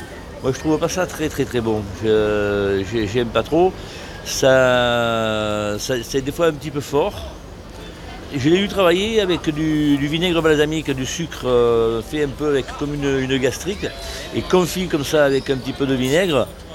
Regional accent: Provence-Alpes-Côte d'Azur, France; Vous savez, ici, chez nous, en Provence, on travaille beaucoup avec l'huile d'olive et le vinaigre.

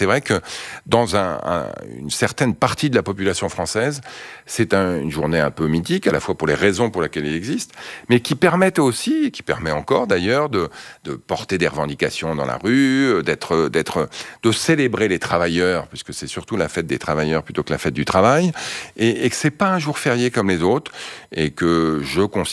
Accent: Montreuil, Île-de-France, France; Et moi, j'ai grandi à Montreuil, dans le 93, en Seine-Saint-Denis, dans un HLM.

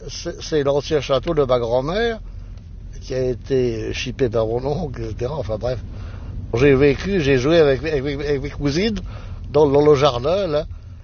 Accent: Paris, Île-de-France, France; born there; Mais non, je vous dis, je suis né à Paris, rue Cardinal-Lemoine, mais il n'y a pas encore de plaque sur la maison.

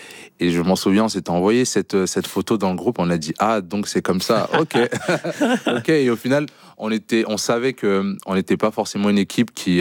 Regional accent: Lyon, Auvergne-Rhône-Alpes, France; moved away; revenir chez moi à Lyon

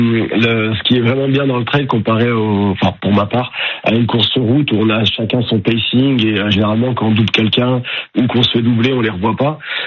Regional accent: Provence-Alpes-Côte d'Azur, France; Moi, du coup, je suis originaire de la Côte d'Azur. Je suis grandi à Montsartou, donc pas bien loin de Nice.

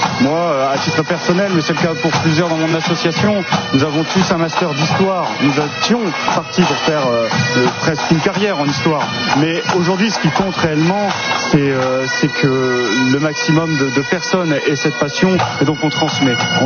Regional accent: Hauts-de-France, France; j'ai grandi près de Compiègne, terre qui a été marquée par les combats, et j'ai littéralement grandi avec des tranchées presque au bout de chez moi.

